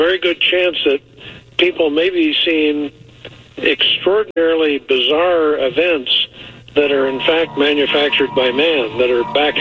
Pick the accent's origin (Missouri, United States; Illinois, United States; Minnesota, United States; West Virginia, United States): Missouri, United States; born there; I was born in Missouri almost 72 years ago